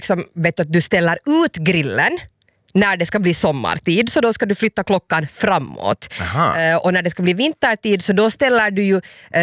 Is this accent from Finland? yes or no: yes; Finland; Och vi är ju finnar